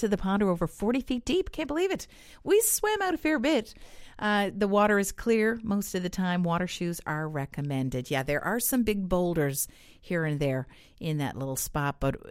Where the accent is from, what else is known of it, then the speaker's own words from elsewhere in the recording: Paradise, Newfoundland and Labrador, Canada; now in St. John's, Canada; I grew up in Paradise and I currently live in St. John's.